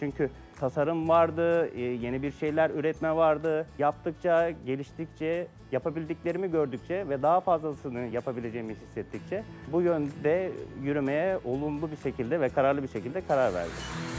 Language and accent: Turkish; Mengen, Bolu, Turkey; born there; moved away as an adult; also born or lived in Zonguldak / Istanbul / Bursa; 1989, Bolu Mengen doğumluyum. Aslen Zonguldaklıyım. Ama babamın işi sebebiyle Bolu Mengen'e yerleşmişiz. Babam devlet memuru olarak görev aldıktan sonra Mengen'de yaşamaya başlamışız. Ama ailemizin çoğunluğu Zonguldak tarafında yaşamaktadır.